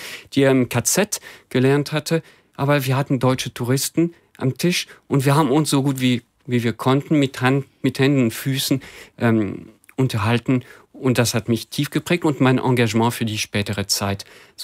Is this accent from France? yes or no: yes; France; moved away as an adult; now in Bonn, Germany; ich bin am Atlantik aufgewachsen, weit weg von der deutsch-französischen Grenze